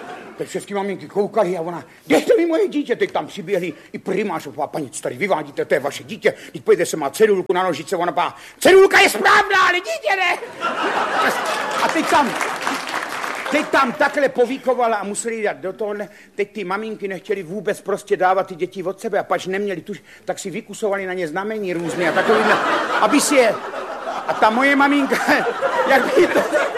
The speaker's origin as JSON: {"language": "Czech", "town": "Ivančice", "region": "South Moravian Region", "country": "Czechia", "tie": "born or raised there", "also_born_or_lived": "Hicmanice", "said": "Já jsem se narodil v Ivančicích. Mě nerodila porodní bába, my jsme s ní nevycházeli. Tak tam byly jistý obavy. A tak jsem se narodil v porodnici a v těch Ivančicích jsem prožíval velký kus svého mládí."}